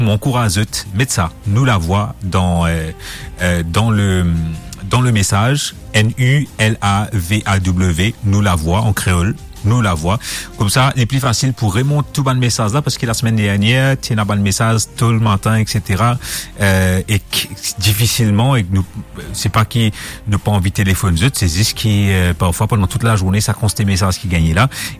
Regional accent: Mauritius; En tant que Mauricien, tout le temps Modiali, et tout le temps Modiali à ban étranger

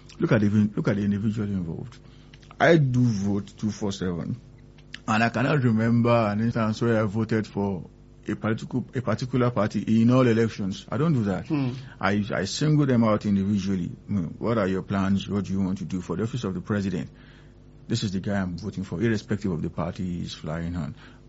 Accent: Osun, Nigeria; I'm not from Ekiti State. I am from Osun State.

